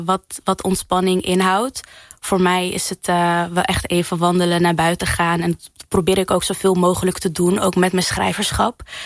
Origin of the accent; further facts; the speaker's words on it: Morocco; now in Netherlands; En dat heeft ook wel echt een beetje te maken met de Marokkaanse cultuur waar ik vandaan kom, waarin er heel veel gedaan wordt aan verhalen vertellen.